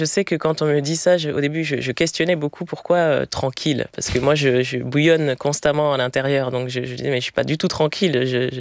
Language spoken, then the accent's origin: French; Villiers-le-Bel, Île-de-France, France; also born or lived in Clamart; Je suis née à Clamart, mais j'ai grandi à Villers-le-Bel. Puis après, oui, pas mal de déménagement un peu partout en Ile-de-France avec un point de chute dans le 77.